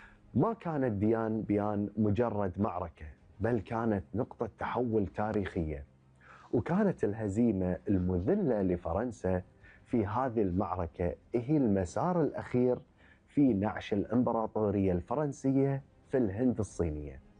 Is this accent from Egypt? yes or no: no; Kuwait; ديرتنا الحبيبة الكويت